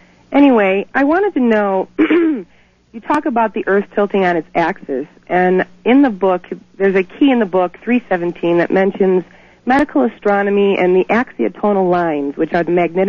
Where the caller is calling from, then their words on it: Lake Tahoe, California, United States; I'm calling from Lake Tahoe, California.